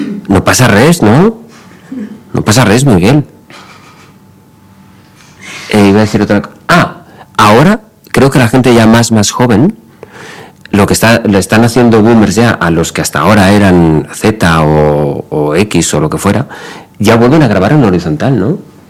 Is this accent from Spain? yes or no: yes; Valencian Community, Spain; Siendo yo valenciano es una expresión complicada.